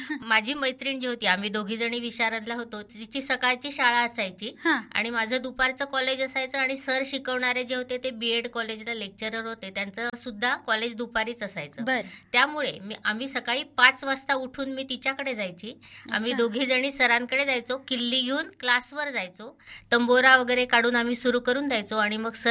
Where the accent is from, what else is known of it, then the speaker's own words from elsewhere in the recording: Buldhana, Maharashtra, India; मी मूळची बुलढाण्याची.